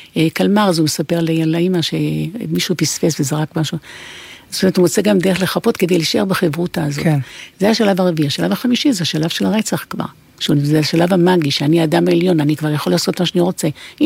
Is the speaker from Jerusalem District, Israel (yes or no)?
no; Ashkelon, Southern District, Israel; moved away as an adult; אני נולדתי בעיר הזאת. זו עיר שעושה לי טוב, למרות שעזבתי אותה בגיל 18 ולא חזרתי, המשפחה גרה שם, אבל אני לא חזרתי לאשקלון יותר.